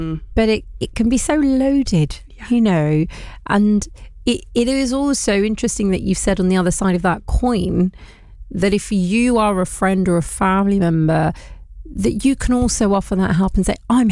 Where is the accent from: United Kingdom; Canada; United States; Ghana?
United Kingdom; London; I grew up in London, and it does feel that times have changed. I grew up with quite a big village. My mother used to work three jobs